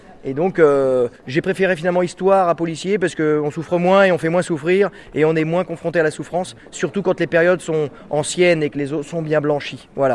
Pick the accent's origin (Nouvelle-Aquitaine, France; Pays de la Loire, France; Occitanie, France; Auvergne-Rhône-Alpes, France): Pays de la Loire, France; Sablé-sur-Sarthe; moved away; also born or lived in Alençon; Mais moi, je me sens pas normand. Alençon, j'y suis resté 6 mois. Moi, j'ai grandi à Sablé-sur-Sarthe.